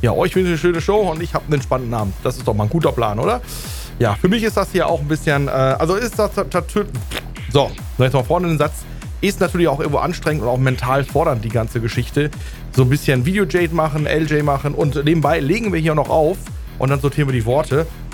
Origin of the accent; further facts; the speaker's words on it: Castrop-Rauxel, North Rhine-Westphalia, Germany; Ja, schöne Grüße an den Jens in meine alte Heimat. Castrop.